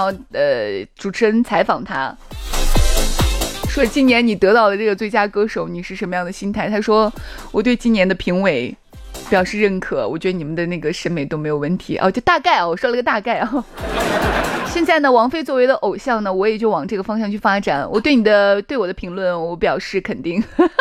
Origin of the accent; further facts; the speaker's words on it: Xi'an, Shaanxi, China; 最近这几天咱们西安人都要珍惜这种天气